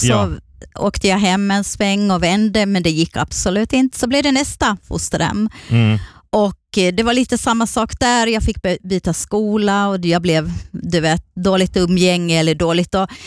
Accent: southern Sweden, Sweden; jag är uppvuxen, född i södra Sverige.

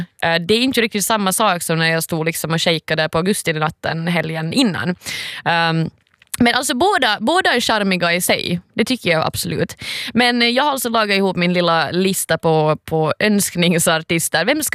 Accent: Raseborg, Uusimaa, Finland

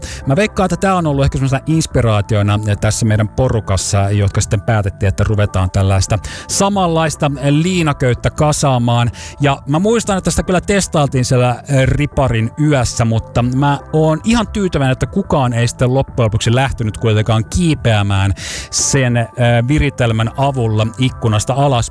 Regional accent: Forssa, Tavastia Proper, Finland; moved away; oma kotikaupunkini tuolloin, eli Forssa.

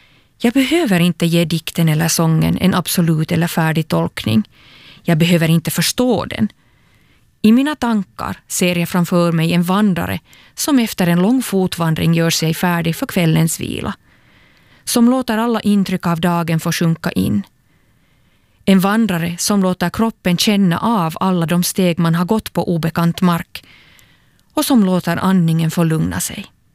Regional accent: Turku, Southwest Finland, Finland

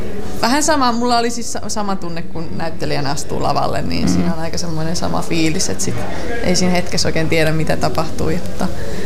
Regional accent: Ivalo, Lapland, Finland; Mä olin kotipuolessa täällä Ivalossa

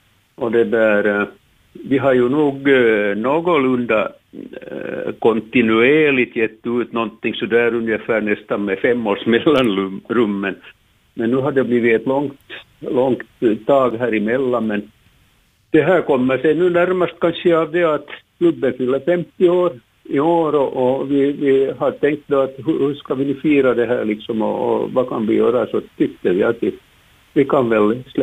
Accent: Dalsbruk, Southwest Finland, Finland; born there; now in Pargas, Finland; Jag är ju också i börden dalsbrukare, men jag har nu faktiskt bott i Pargas nu i över 50 år.

